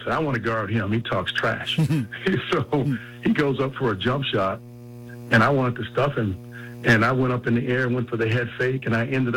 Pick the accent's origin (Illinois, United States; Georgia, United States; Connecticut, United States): Illinois, United States; Joliet; the city of Joliet. You know, that's my hometown, and I love these guys there